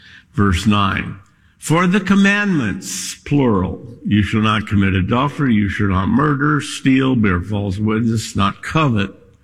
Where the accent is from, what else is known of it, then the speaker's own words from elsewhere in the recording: Scotland, United Kingdom; I'm Scottish. My dad taught me to save everything.